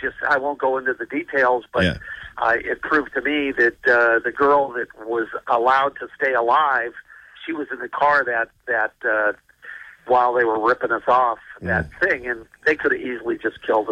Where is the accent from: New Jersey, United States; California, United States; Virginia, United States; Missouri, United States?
California, United States; Los Angeles; living in California, growing up in Hollywood